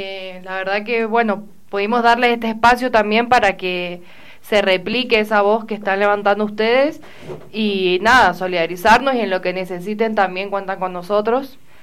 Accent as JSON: {"language": "Spanish", "country": "Argentina", "said": "los que somos argentinos"}